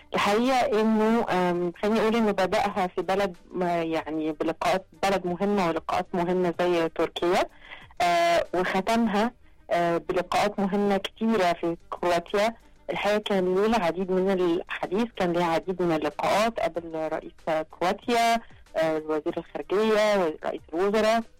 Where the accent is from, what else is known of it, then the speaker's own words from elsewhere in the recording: Egypt; احنا كمصريين